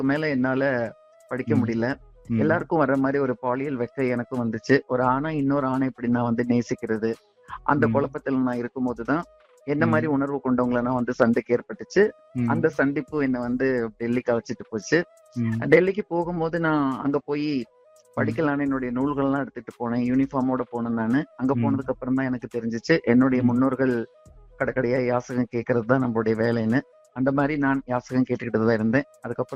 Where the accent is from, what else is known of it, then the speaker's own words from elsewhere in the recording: Namakkal, Tamil Nadu, India; என்னுடைய சொந்த ஊர் நாமக்கல். நாமக்கல்ல ஒரு சின்ன கிராமத்துலதான் நான் பிறந்து வளர்ந்தேன்.